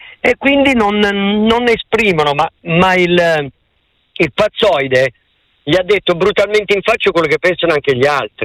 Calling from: Legnano, Lombardy, Italy; Sì, da Legnano

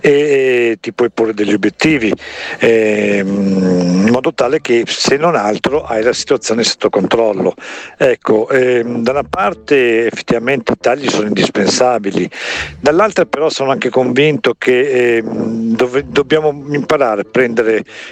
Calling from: Vigevano, Lombardy, Italy; da Vigevano.

